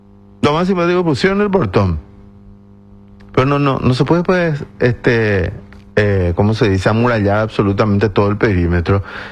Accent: Paraguay; nosotros somos nomás luego paraguayos

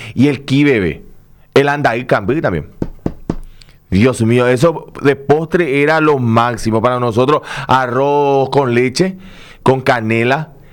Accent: Asunción, Paraguay; yo me crié en Asunción, no soy del interior del país. Después de viejo pisé el interior del país.

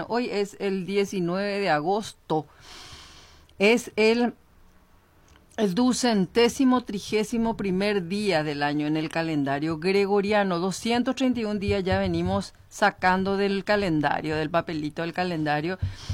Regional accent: Paraguay; Si soy de Paraguay, yo soy de Paraguay.

